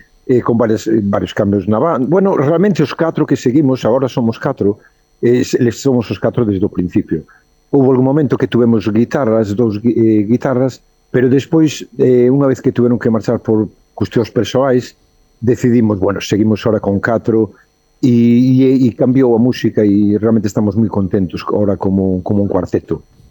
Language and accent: Galician; Santiago de Compostela, Galicia, Spain; dos miembros son eu, que son galego de aquí, de Santiago.